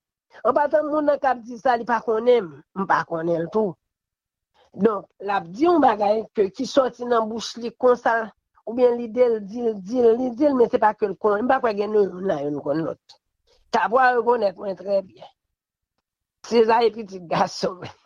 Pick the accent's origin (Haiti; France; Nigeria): Haiti; Donc moi-même, c'est vrai, je voulais nous être ensemble en tant qu'Haïtien